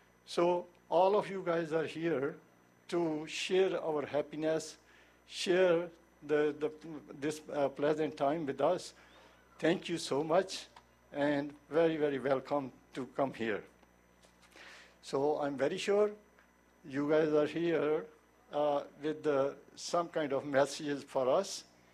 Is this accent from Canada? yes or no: yes; Vancouver, British Columbia, Canada; I'm from Vancouver, so.